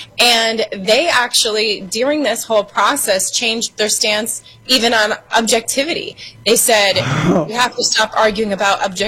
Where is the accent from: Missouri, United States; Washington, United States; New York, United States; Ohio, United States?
Ohio, United States; Toledo; I'm from Toledo. So I wore my Toledo shirt. Yeah. My hometown is there.